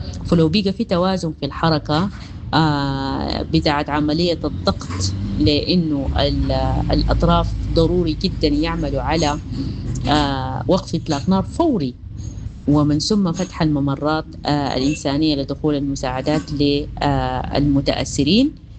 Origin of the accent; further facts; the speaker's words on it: Sudan; نحن كسودانيين